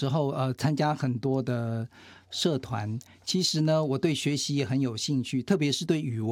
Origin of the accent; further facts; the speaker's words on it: Yonghe District, New Taipei, Taiwan; 那新北市的永和区、 嗯、 啊，在那边念国小、国中这样子